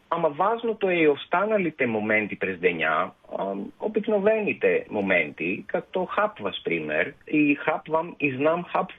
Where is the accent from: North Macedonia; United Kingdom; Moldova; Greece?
Greece; Athens, Attica; Bulgarian is a second language; Спрямо Атина. Аз съм от Атина.